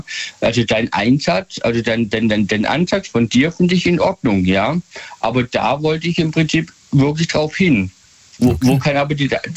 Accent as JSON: {"language": "German", "town": "Michelstadt", "region": "Hesse", "country": "Germany", "said": "ihr alle hier in Hessen und so weiter, ich bin aus Michelstadt … Unternehmer und so weiter, kennt, ja."}